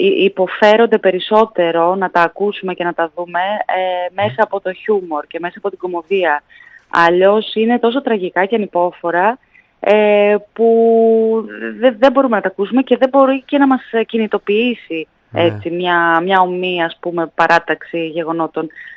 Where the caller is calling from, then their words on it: Athens, Attica, Greece; σας μιλάω από την Αθήνα αυτή τη στιγμή